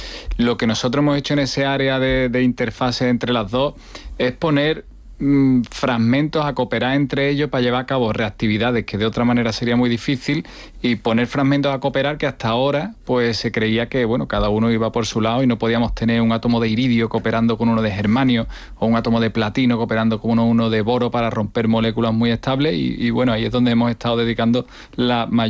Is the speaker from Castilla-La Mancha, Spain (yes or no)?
no; Seville, Andalusia, Spain